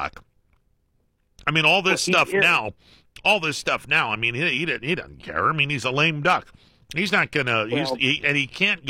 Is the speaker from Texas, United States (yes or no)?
no; Columbiana County, Ohio, United States; Well, I was born and raised in Columbiana County, but I live in Columbiana, the Mahoning County side.